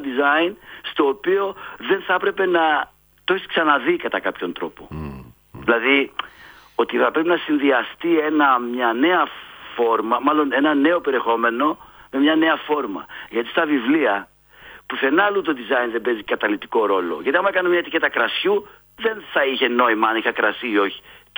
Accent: Thessaloniki, Central Macedonia, Greece; αφού είμαι από Θεσσαλονίκη.

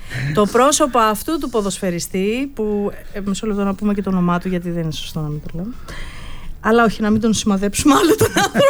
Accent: Ionian Islands, Greece; Και εγώ είμαι από Κεφαλονιά. Και εγώ έχω καταγωγή από Κεφαλονιά.

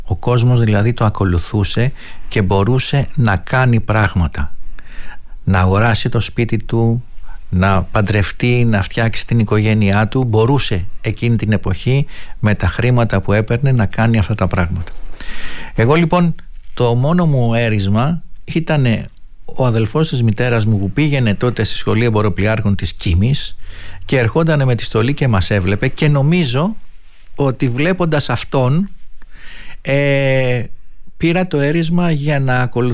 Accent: Athens, Attica, Greece; Η καταγωγή είναι από την Τίνο, αλλά δεν ζούσαμε στην Τίνο, ζούσαμε στην Αθήνα, στην Τσιμεντούπολη.

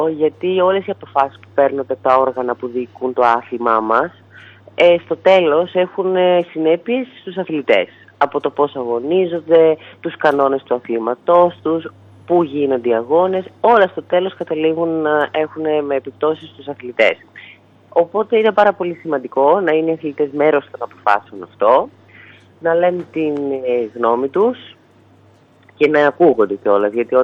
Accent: Athens, Attica, Greece; Ζω στην Αθήνα, να φανταστείτε. Μεγάλωσα βασικά στην Αθήνα.

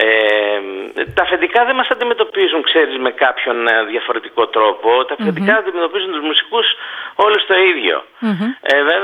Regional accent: Korydallos, Attica, Greece; born there; εγώ είμαι Πειραιώτης στην καταγωγή. Έχω γεννηθεί Κορυδαλό, δηλαδή, όπου και κατοικώ.

